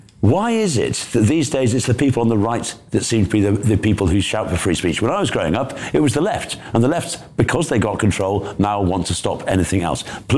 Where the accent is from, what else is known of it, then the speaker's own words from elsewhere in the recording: England, United Kingdom; because I'm an Englishman